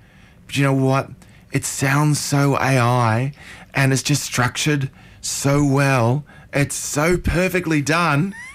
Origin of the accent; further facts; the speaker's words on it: Brisbane, Queensland, Australia; I grew up in Fairweather Street in Brisbane